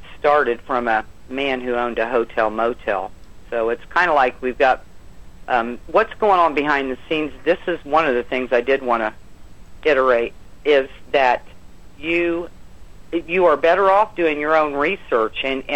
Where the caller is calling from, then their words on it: Indiana, United States; Now, I'm from Indiana, and I just live in a little plain house.